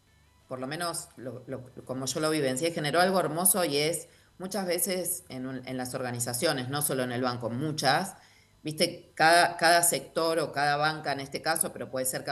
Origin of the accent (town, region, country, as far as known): Argentina